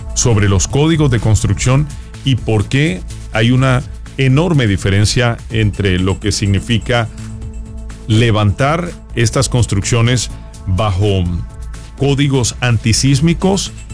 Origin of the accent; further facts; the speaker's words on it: Colombia; en mi país, en Colombia